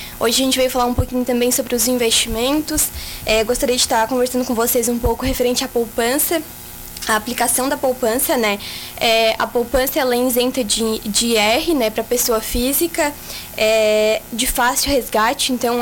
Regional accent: Orleans, Santa Catarina, Brazil; eu venho do interior aqui de Orleans, já carrego uma bagagem da agricultura, né? Meus pais são agricultores até hoje.

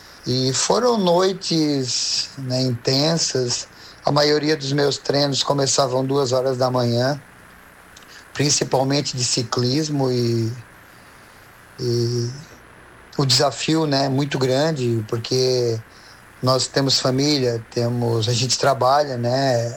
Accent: Orleans, Santa Catarina, Brazil; moved away as an adult; now in Manaus, Brazil; sou natural de Orleans, mais precisamente da comunidade de Corral Falso. Morei em Orleans 39 anos e hoje resido em Manaus há 11 anos com a minha família.

